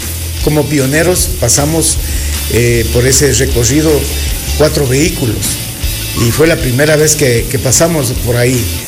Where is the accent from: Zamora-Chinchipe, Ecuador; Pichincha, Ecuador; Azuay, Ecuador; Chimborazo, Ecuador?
Zamora-Chinchipe, Ecuador; Zamora; somos de aquí de Zamora